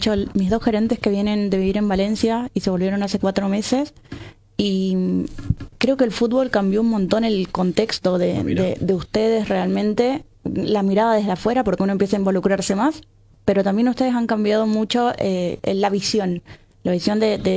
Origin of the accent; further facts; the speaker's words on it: Argentina; Vengo desde Argentina.